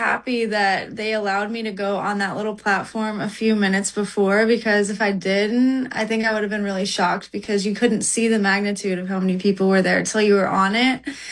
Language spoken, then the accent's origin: English; Pittsburgh, Pennsylvania, United States; That's kind of how people found out I was from Pittsburgh, because my music really caught on when I was in Atlanta.